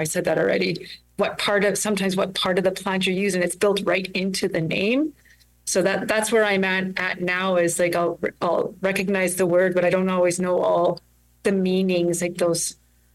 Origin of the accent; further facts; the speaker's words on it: Steinbach, Manitoba, Canada; first language Ojibwe; English is a second language; also born or lived in Red Lake; And we grew up in Steinbach, and like the school had half days in German and half days in English, and I really didn't know what was going on. So I lost a lot of the Anishinaabemowin.